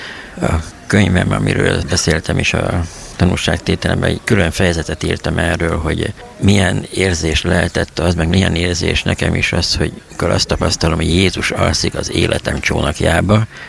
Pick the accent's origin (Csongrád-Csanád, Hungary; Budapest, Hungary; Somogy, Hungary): Csongrád-Csanád, Hungary; Hódmezővásárhely; Köszöntöm a rádióhallgatókat … Hódmezővásárhelyről jöttem.